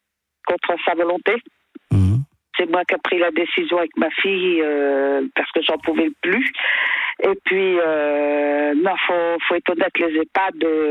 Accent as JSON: {"language": "French", "region": "Normandy", "country": "France", "said": "puis je suis venue en Normandie puisque je suis normande."}